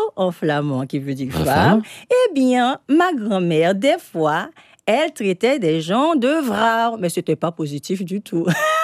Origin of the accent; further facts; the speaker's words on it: Haiti; moved away as an adult; now in Belgium; parce que chez nous, en Haïti, nos vieux restent avec nous.